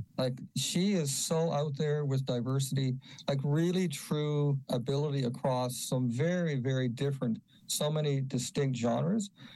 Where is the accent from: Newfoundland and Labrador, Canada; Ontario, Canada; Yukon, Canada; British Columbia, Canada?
Newfoundland and Labrador, Canada; St. John's; I grew up in St. John's.